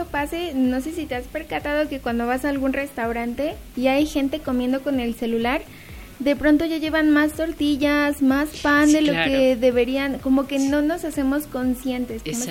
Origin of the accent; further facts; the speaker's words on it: Mexico; la alimentación que ya de por sí traemos como mexicanos